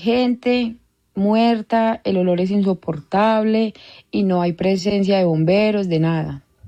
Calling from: Pereira, Risaralda, Colombia; Me comunico de Pereira

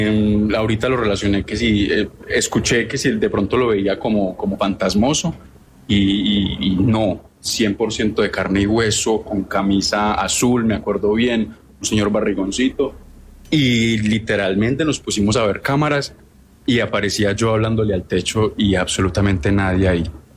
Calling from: Manizales, Caldas, Colombia; Yo vivo en Manizales.

